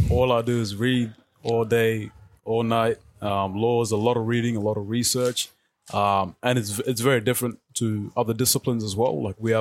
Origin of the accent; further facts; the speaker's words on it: South Sudan; moved away; I come from South Sudan